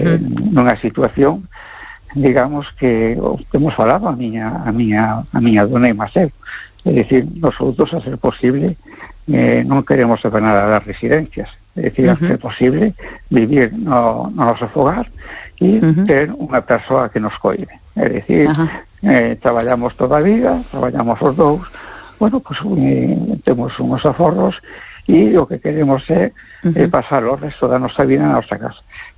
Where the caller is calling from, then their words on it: A Coruña, Galicia, Spain; de Coruña.